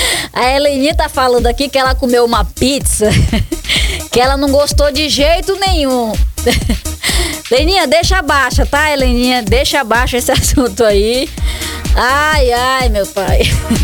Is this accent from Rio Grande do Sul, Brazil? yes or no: no; Maranhão, Brazil; eu sou maranhense